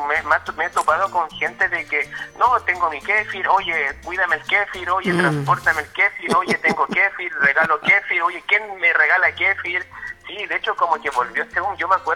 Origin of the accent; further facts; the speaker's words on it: Vallenar, Atacama, Chile; now in Coquimbo Region, Chile; porque soy de Vallenar